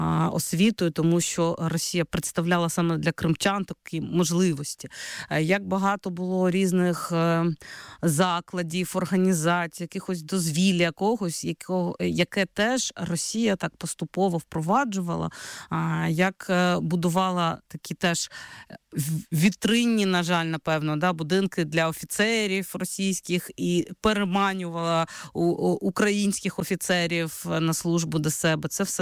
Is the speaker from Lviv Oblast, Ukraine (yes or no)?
no; Crimea, Ukraine; я часто згадую як кримчанка про те, як взагалі відбувалась наша освіта, як мало було, зокрема, української мови, на жаль, в Криму